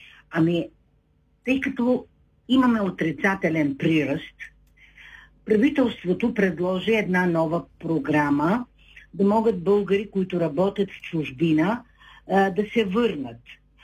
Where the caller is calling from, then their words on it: Shumen, Shumen Province, Bulgaria; от Шумен.